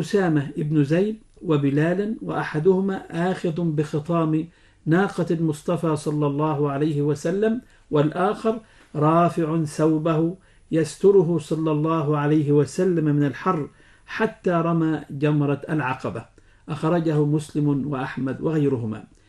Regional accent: Egypt; وهو ما يعرف عندنا في مصر بالكمر

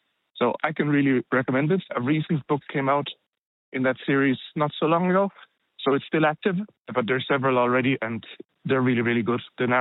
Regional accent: Ireland; Hello, Launch. Hello. I'm a colleague from Ireland.

